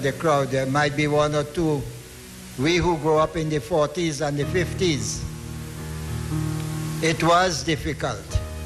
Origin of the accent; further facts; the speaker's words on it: Trinidad & Tobago; born there; But I am a Trinidadian. I was born here